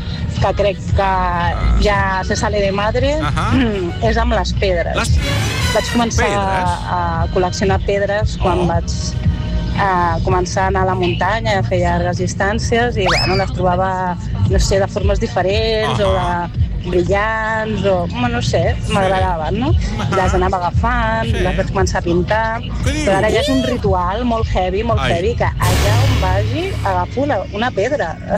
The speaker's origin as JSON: {"language": "Catalan", "town": "Terrassa", "region": "Catalonia", "country": "Spain", "said": "Bona tarda. Soc una mica de Terrassa."}